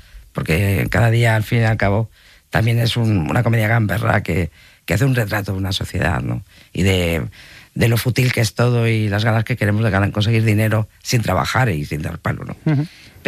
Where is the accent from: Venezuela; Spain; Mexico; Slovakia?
Spain; Bilbao, Basque Country; now in Madrid, Spain; Soy de Bilbao, pero vivo en Madrid porque, sabes, que de pequeño el cine no estaba más que aquí, en el centro.